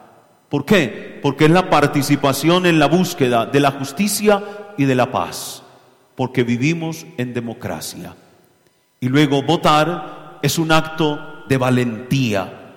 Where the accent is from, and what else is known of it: Colombia